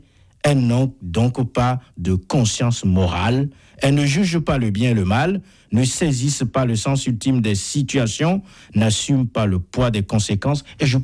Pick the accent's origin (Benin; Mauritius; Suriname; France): Benin; chez moi au Bénin